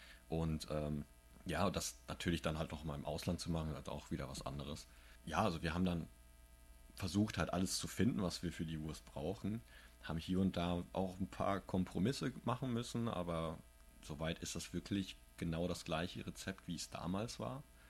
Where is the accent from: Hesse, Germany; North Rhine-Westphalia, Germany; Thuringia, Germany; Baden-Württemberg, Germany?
Hesse, Germany; moved away as an adult; also born or lived in South Korea; now in Taipei, Taiwan; Ich komme auch aus Deutschland natürlich. Aus der Gegend von Frankfurt, Umgebung. Also ich habe Deutschland sehr, sehr früh verlassen eigentlich schon mit circa 18 Jahren. Bin dann nach Korea gegangen, um dort zu studieren, habe da 4 Jahre studiert.